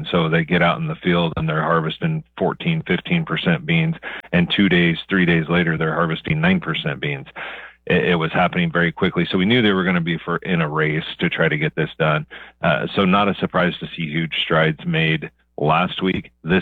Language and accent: English; Kansas, United States; This is something that, you know, where I grew up in Western Kansas, it was kind of a regular thing.